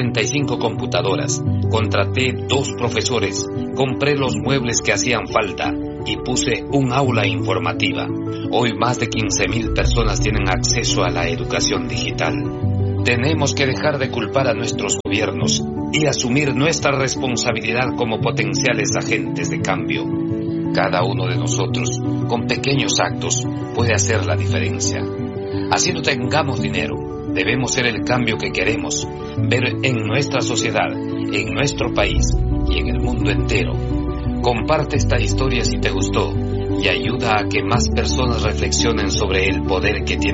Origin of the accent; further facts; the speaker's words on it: Ghana; Además dirijo la ONG Nasco Feeding Minds, con sede en Ghana, a través de la cual brindamos educación en mi país natal.